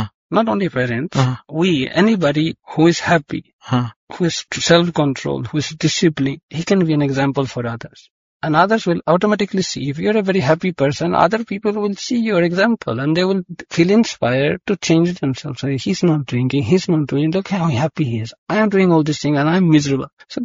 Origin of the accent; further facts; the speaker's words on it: North India, India; First of all, I'm coming from North India, so the weather is very hot.